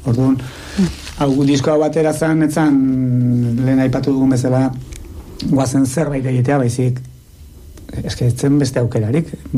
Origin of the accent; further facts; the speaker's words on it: Tolosa, Basque Country, Spain; ni Tolosarra naiz, Tolosan baditugu bi